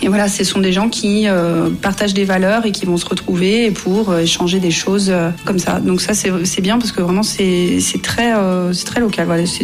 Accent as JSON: {"language": "French", "region": "Auvergne-Rhône-Alpes", "country": "France", "said": "je viens du Beaujolais."}